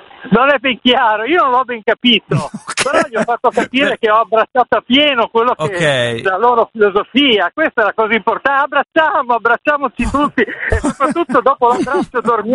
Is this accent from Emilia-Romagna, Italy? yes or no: yes; Ferrara, Emilia-Romagna, Italy; Perché vengo da Ferrara